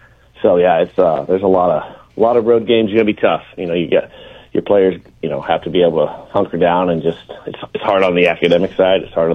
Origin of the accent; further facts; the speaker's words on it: West Coast, United States; I grew up on the West Coast watching the Dodgers, the Giants, the A's, and all those teams